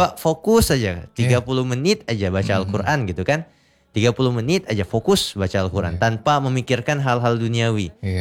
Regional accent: Rengat, Riau, Indonesia; di kampung kami di Rengat Indragiri Hulu

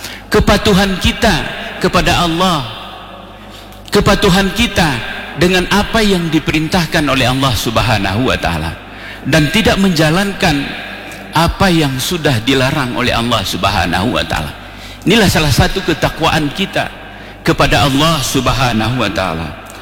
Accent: Aceh, Indonesia; kita orang Gayo, orang yang ada di Aceh Tengah ini

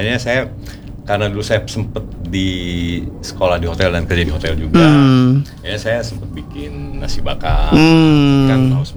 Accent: Bandung, West Java, Indonesia; Saya asli Bandung.

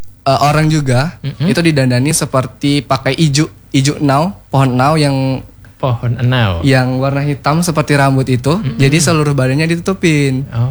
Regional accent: Kaur, Bengkulu, Indonesia; balik lagi ke daerahku ya Bang. Ke Kawur

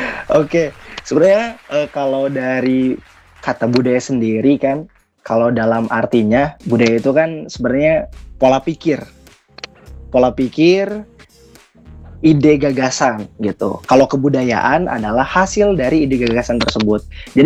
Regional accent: Kuningan, West Java, Indonesia; Besar di Kabupaten Kuningan gitu

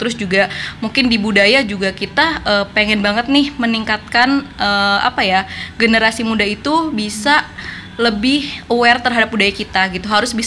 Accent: Subang, West Java, Indonesia; moved away; also born or lived in Cirebon; Iya, karena aku orang Subang, tapi pernah sekolah di Cirebon.

